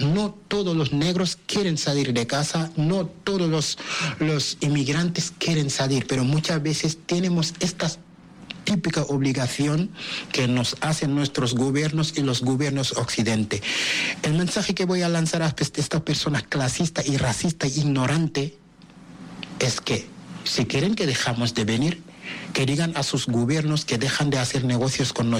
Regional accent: Senegal; now in Spain; Yo hablo de Senegal, o sea, somos más de 18 millones de habitantes.

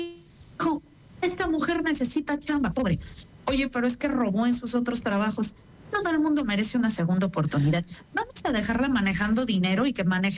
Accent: Mexico City, Mexico; Yo soy de Ciudad de México originariamente, oriunda, Ciudad de México.

